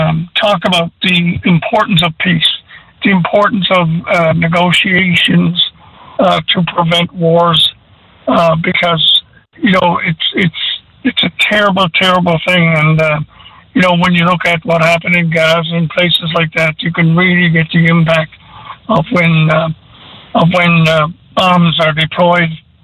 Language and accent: English; Newfoundland and Labrador, Canada; now in Conception Bay South, Canada